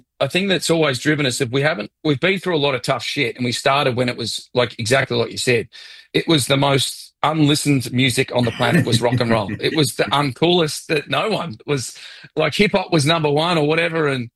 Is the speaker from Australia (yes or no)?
yes; Australia